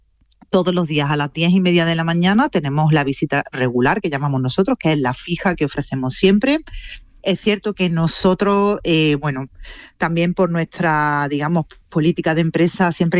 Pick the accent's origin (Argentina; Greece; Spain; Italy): Spain; Córdoba, Andalusia; y no lo digo como cordobesa orgullosa